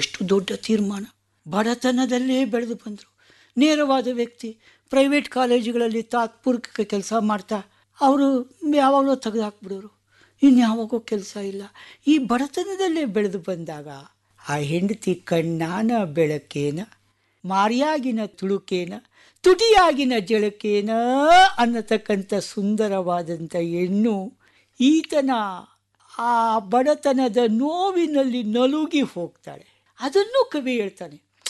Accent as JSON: {"language": "Kannada", "town": "Bengaluru", "region": "Karnataka", "country": "India", "said": "ನಾನು ಬೆಂಗಳೂರಿನವನು"}